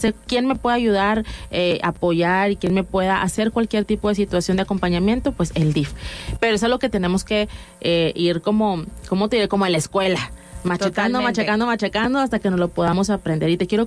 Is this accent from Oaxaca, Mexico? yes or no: no; San Nicolás de los Garza, Nuevo León, Mexico; Yo soy de San Nicolás, orgullosamente nicolaíta.